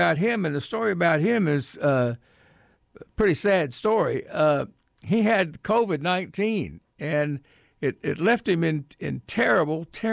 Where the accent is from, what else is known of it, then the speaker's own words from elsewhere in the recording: Norfolk, Virginia, United States; played at the Surf Club in Virginia Beach, Virginia, where I kind of grew up. I grew up in Norfolk, but used to go down to Virginia Beach.